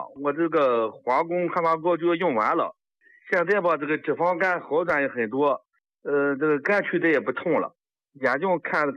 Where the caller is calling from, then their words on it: Linyi, Shandong, China; 常老师，我是山东临沂的。